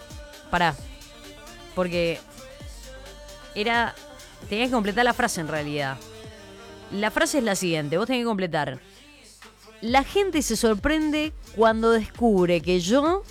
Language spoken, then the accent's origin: Spanish; Mendoza, Argentina; yo no tomo alcohol. Es decir que también soy mendocina y no le hago honor al vino, ¿no?